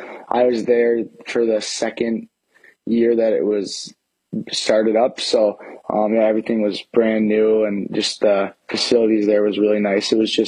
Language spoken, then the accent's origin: English; Baxter, Minnesota, United States; I'm from Baxter, Minnesota.